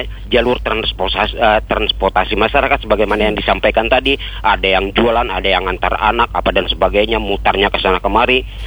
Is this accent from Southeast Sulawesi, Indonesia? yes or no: no; South Kalimantan, Indonesia; ujar kita Banjar nih Pak, ulun mengartikan paku bumi itu apa Pak istilahnya itu anu cerucuk kah?